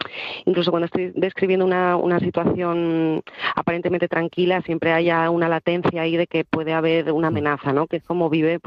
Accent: Asturias, Spain; escribir en asturiano y escribir como escribían como habla la gente, claro, de mi alrededor, la gente de mi pueblo.

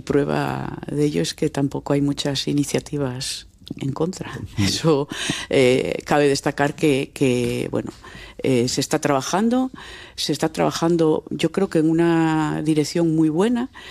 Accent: Asturias, Spain; moved away as an adult; now in Eastern Asturias (Oriente), Spain; soy de la cuenca, soy de la Guería Carrocera.

